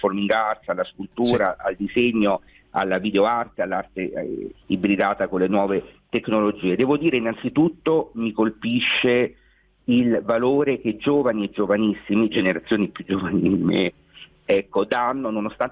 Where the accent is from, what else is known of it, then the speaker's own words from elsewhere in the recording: Veneto, Italy; noi siamo veneti della terraferma